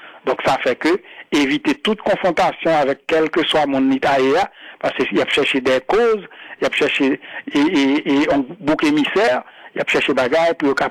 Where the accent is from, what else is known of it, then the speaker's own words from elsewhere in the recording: Haiti; c'est haïtien nous. C'est un gros peuple noué, nous fait gros histoire